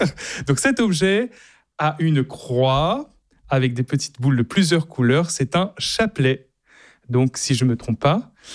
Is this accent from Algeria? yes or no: no; Réunion; Est-ce qu'en Martinique, moi je suis de La Réunion, hein, est-ce qu'en Martinique il y a un attachement à la Vierge Marie aussi?